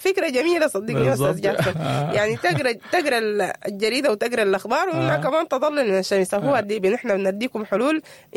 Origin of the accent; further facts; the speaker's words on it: Sudan; هل إحنا كشعب سوداني في الوقت الجاي ده محتاجين نعرف أكتر